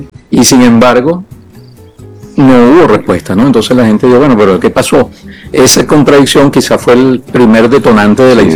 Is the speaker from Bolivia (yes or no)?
no; Venezuela